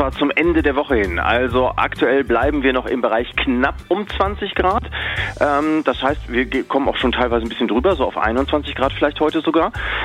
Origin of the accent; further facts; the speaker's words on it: Leverkusen, North Rhine-Westphalia, Germany; born there; ich bin ja in Leverkusen geboren, Autokennzeichen Lev